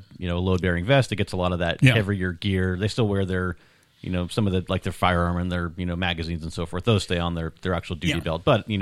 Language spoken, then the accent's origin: English; California, United States; Myself, I came from Southern California. Yeah. I started my career down there